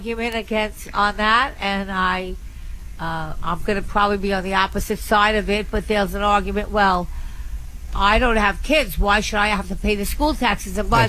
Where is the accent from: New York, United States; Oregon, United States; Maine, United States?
New York, United States; Long Island; I'm from Long Island. The taxes are astronomical.